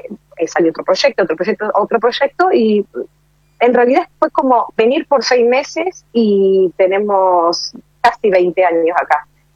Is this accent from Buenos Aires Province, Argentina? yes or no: yes; Zárate, Buenos Aires Province, Argentina; moved away; Zárate, provincia de Buenos Aires.